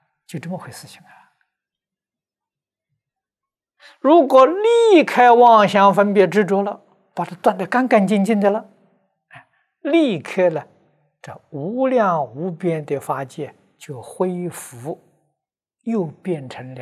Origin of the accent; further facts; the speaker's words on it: China; 我中国人呢喜欢简单，把尾音呢都省掉了啊。